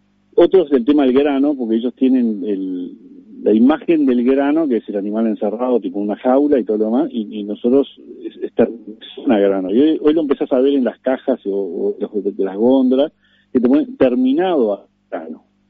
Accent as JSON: {"language": "Spanish", "country": "Uruguay", "said": "nosotros como uruguayos"}